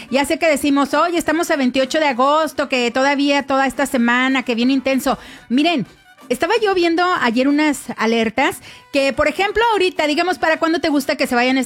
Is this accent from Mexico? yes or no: yes; Durango, Mexico; la raza que somos de Durango